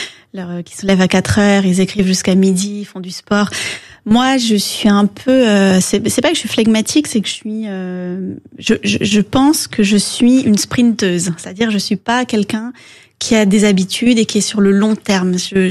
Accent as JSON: {"language": "French", "region": "North Vietnam", "country": "Vietnam", "tie": "born or raised there", "also_born_or_lived": "United States", "moved": "yes", "said": "moi, je venais du Nord Vietnam, ma famille était du Nord"}